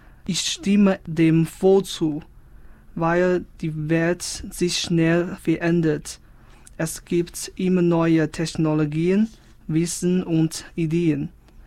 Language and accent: German; China; ich komme aus China. Bei uns gibt es ein Sprichwort